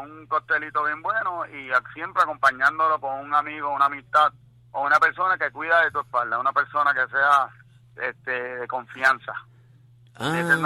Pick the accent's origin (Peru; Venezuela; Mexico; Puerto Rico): Puerto Rico; Naranjito; Pues nosotros somos de Naranjito, natural Naranjito, la historia del nombre de Palma sale de Naranjito de mi papá.